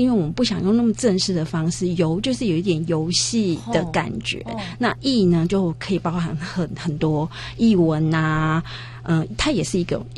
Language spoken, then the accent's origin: Chinese; Hualien, Hualien County, Taiwan; now in Xinzhuang, Taiwan; 啊，我也不是，我是花莲人。哦，我这以前我都会这样说，但是现在如果你问我，我会告诉你我是新庄人。